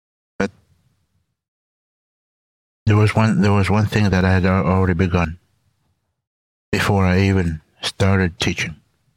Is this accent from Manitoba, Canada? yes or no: yes; Garden Hill First Nation, Manitoba, Canada; born or raised there